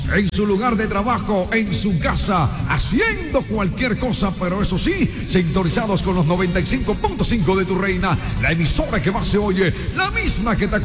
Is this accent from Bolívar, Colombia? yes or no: yes; Cartagena, Bolívar, Colombia; la felicidad de Cartagena, la alegría de la emisora que más se oye en mi tierra linda